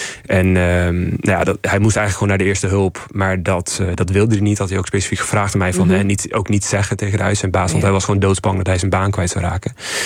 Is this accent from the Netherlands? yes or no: no; Canada; Dutch is a second language; ik kom oorspronkelijk uit Canada.